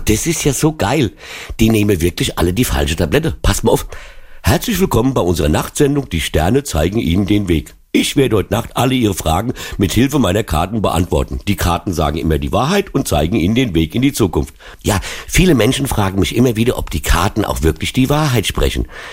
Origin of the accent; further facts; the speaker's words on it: Saarland, Germany; Aus dem Saarland.